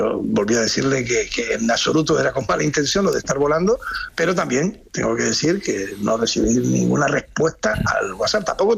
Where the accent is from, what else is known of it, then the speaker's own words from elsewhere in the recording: Canary Islands, Spain; Yo soy canario, como bien exponías, pero es que además era presidente de Canarias